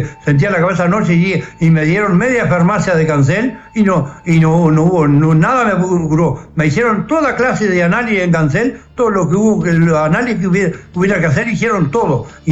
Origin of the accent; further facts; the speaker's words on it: Río Branco, Cerro Largo, Uruguay; Yo soy de acá, de Río Branco.